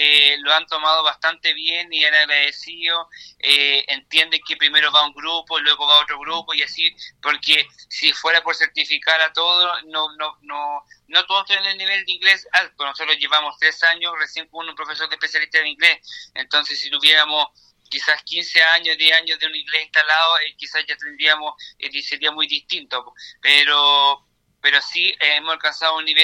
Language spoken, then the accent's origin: Spanish; Rengo, O'Higgins, Chile; born there; also born or lived in Malloa; como joven, que vengo de Mayúa, pero estudié toda mi vida en Rengo